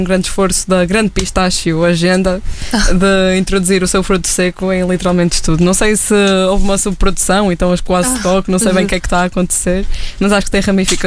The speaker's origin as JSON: {"language": "Portuguese", "town": "Baião", "region": "Norte", "country": "Portugal", "said": "eu sou de Baião, que é uma terra na ruralidade do distrito do Porto."}